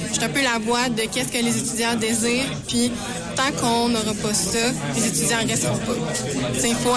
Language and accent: French; La Tuque, Quebec, Canada; Moi, je viens de la TUC, j'ai fait mon cégep à la TUC